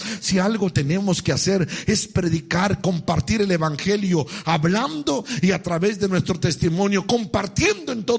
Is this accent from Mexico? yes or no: yes; Mexico; yo soy mexicano